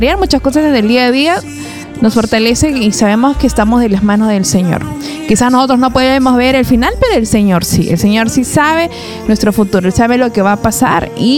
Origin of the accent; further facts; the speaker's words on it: northern Peru, Peru; Hoy almorcé mi rico chambar como buena norteña.